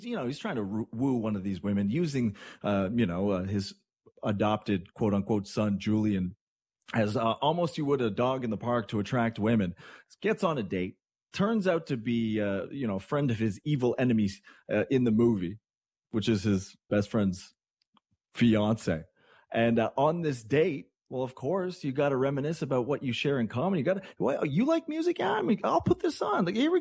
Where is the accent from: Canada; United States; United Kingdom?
Canada; I swear to God, I'm there as a Canadian, never witnessed this before.